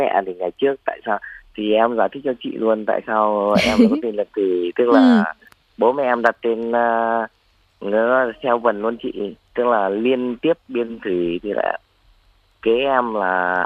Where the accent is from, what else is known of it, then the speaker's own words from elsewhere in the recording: Thanh Hoa, Vietnam; now in Hung Yen, Vietnam; Em ở Thanh Hóa chị ạ.